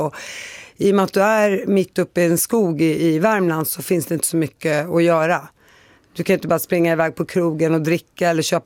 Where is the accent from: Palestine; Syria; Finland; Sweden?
Palestine